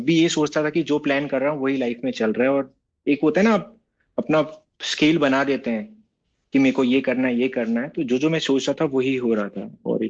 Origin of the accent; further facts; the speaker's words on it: Jaipur, Rajasthan, India; also born or lived in Guwahati / Ranikhet; जैसे मेरा home town Jaipur है, बट मेरा मेरा बॉर्न गुवाहाटी में हुआ